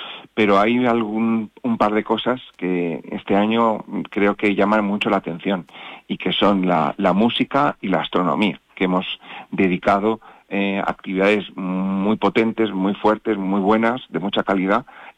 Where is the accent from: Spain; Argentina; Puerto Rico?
Spain; Enguídanos, Castilla-La Mancha; pues eso es lo que más nos llena a todos los que somos de Enguídanos, y a mí como alcalde, por supuesto, también el primero.